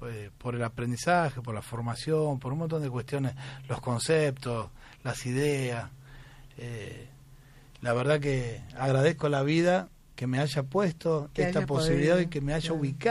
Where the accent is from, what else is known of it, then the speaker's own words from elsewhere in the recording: Granadero Baigorria, Santa Fe, Argentina; born there; also born or lived in Rosario / Funes; Yo soy nacido en Granada de Baigorria.